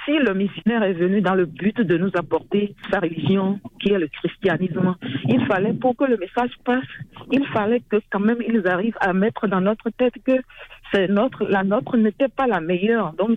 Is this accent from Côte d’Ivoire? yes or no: no; Benin; Vu qu'en Afrique, la Covid n'a pas vraiment sévi chez nous au Bénin